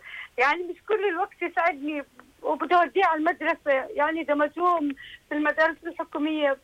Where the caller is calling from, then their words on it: Jordan; أنا أردنية، وللأسف يعني من الفقر تزوجت، أهلي وضعهم سيء